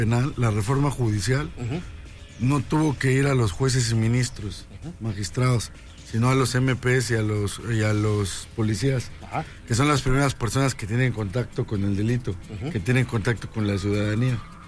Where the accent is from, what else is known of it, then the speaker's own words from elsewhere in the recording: Tlaxcala, Mexico; Yo en mi pueblo vengo de Tlaxcala.